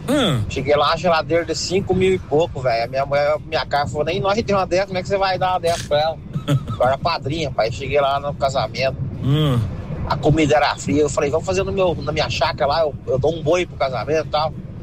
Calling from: Contenda, Paraná, Brazil; sou aqui de Contenda, Paraná.

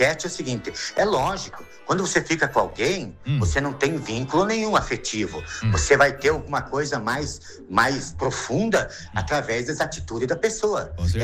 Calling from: Umuarama, Paraná, Brazil; Eu sou de Umarama.

